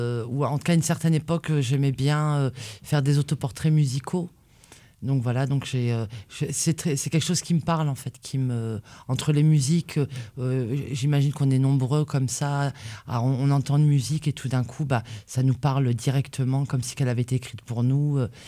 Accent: Algeria; moved away as an adult; je suis née en Algérie, que j'ai vécu jusqu'à l'âge de 19 ans

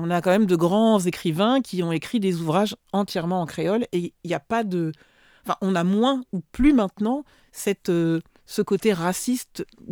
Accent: French Antilles, France; moi je suis originaire des Antilles françaises.

